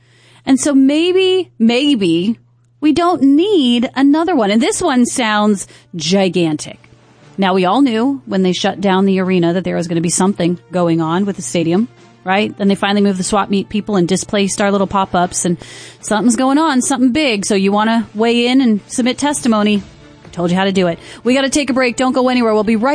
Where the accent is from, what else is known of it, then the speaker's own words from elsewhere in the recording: Makakilo, Hawaii, United States; And so I came from Makakilo side, definitely not used to this type of traffic or noise for that matter.